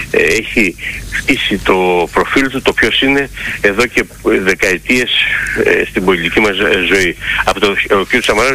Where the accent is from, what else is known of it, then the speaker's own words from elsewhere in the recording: Eastern Macedonia and Thrace, Greece; Έτσι, έτσι λένε και στην πατρίδα μου επάνω στον Εύρο.